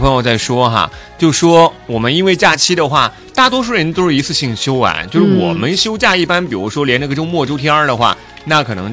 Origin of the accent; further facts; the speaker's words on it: Chengdu, Sichuan, China; moved away; 我老家成都龙泉驿